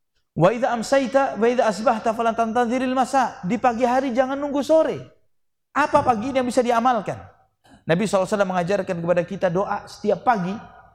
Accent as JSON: {"language": "Indonesian", "town": "Surabaya", "region": "East Java", "country": "Indonesia", "said": "Saya termasuk sebabnya, saya dari Surabaya."}